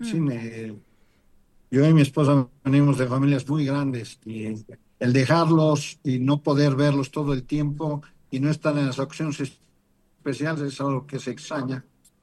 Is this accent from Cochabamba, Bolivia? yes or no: no; La Paz, Bolivia; moved away as an adult; now in Toronto, Canada; Yo, como boliviano que vivo hace 15 años en Canadá